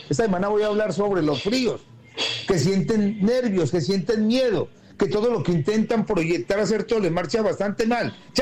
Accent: Quibdó, Chocó, Colombia; Tengo familia aquí en Santa Rosa, pero soy de Quibdó, Chocó.

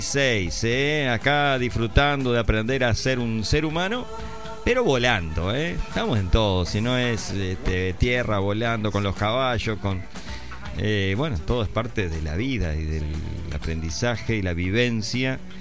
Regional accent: Rosario, Santa Fe, Argentina; Carlos está más cerca, yo vengo de Rosario, pero es un placer poder estar en contacto

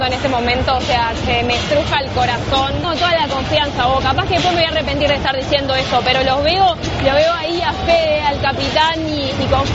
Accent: Uruguay; puedo dar un abrazo que somos poquitos uruguayos hoy.

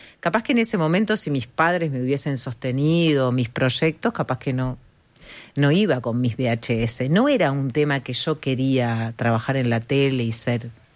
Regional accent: Uruguay; moved away; cuando me fui de Uruguay en el año 84 estaba recién comenzando la reapertura.

